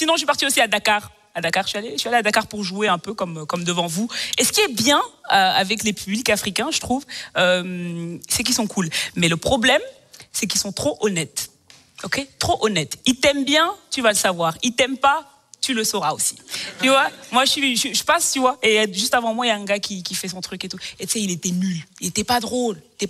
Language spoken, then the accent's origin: French; Belgium; Et vous savez, moi je suis belge. Ok, ma famille est française